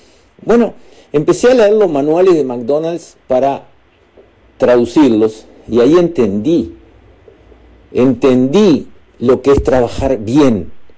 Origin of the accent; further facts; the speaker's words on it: Uruguay; tú sos de Uruguay, ¿no? Sí, sí.